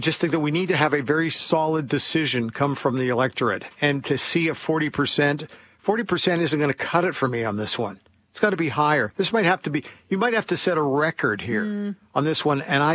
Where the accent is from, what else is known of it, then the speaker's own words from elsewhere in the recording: Canada; I'm a Canadian through and through.